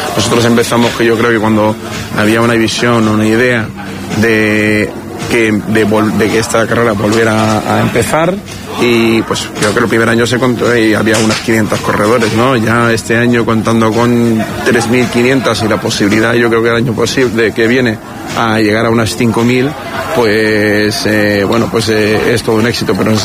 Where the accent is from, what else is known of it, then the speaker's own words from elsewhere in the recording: Marbella, Andalusia, Spain; Somos de Marbella, estamos orgullosos de decir que somos empresarios marbellís, maragueños, andaluces, ¿no?